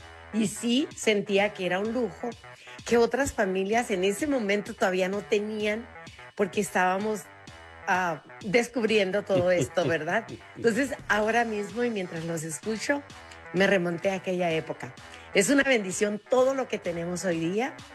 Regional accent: Sinaloa, Mexico; moved away; Yo soy de México, de un pueblito de Sinaloa.

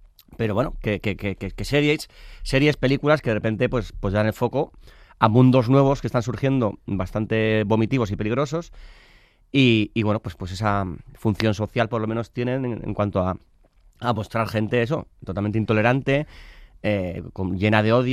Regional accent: Basque Country, Spain; Y yo soy muy friolero. Soy vasco, sí

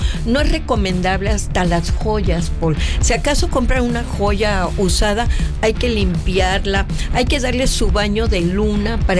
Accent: Veracruz, Mexico; Soy de Veracruz. Somos de Veracruz.

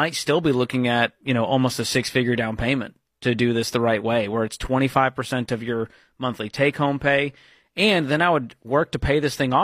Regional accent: Boston, Massachusetts, United States; I mean, I'm from the Boston area.

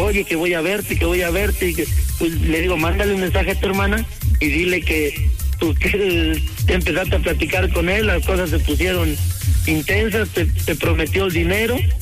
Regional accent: Acatlán de Osorio, Puebla, Mexico; also born or lived in Mexico City; Yo nací aquí en México, ajá, en el estado, pero de niño, pues ya sabes, por las situaciones que pasan entre la familia, me tuve que ir a vivir a Puebla.

